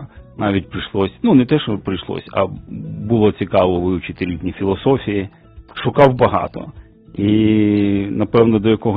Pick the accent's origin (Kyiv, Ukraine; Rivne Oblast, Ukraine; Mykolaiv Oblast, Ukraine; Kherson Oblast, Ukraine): Kyiv, Ukraine; Я народився в Києві і все життя живу в Києві. Ще народився в Радянському Союзі, деякий час жив до його розпаду. Сім'я була атеїстами